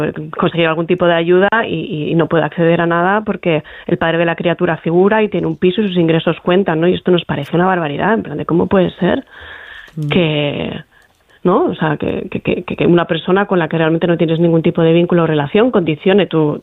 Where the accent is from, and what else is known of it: Gijón, Asturias, Spain